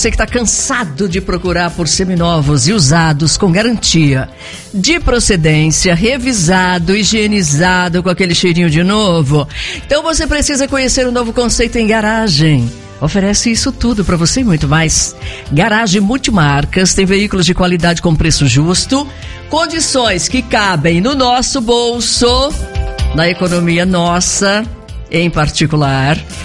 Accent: Northeast Region, Brazil; now in São Paulo, Brazil; não sou paranaense, pelo contrário, mas gosto muito, porque o Paraná é no sul, eu sou do Nordeste, lá em cima, no mapa do nosso país

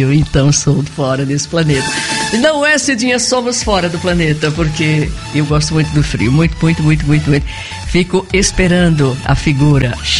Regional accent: Northeast Region, Brazil; now in São Paulo, Brazil; não sou paranaense, pelo contrário, mas gosto muito, porque o Paraná é no sul, eu sou do Nordeste, lá em cima, no mapa do nosso país

